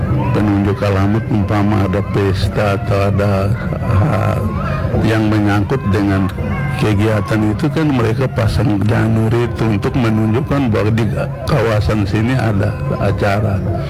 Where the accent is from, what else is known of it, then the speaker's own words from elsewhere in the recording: South Papua, Indonesia; Kita orang Marin menghargai budaya yang satu